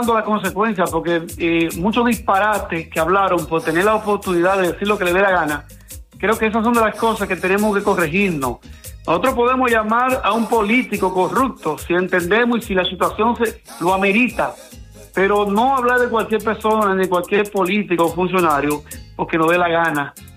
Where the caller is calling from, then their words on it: Dominican Republic; como dominicanos